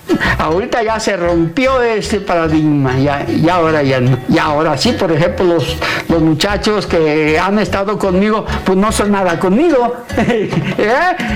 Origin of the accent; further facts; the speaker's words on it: Paracho, Michoacán, Mexico; ¿de dónde es usted? De Paracho